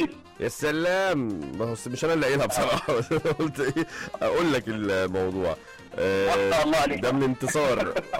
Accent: Egypt; بص احنا طبعا كمصريين عندنا بقى التفاصيل،

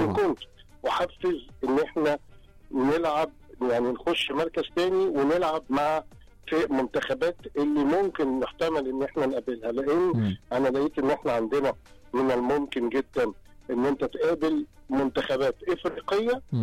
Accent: Egypt; احنا مصريين مفيش كذا وكذا، احنا واحد.

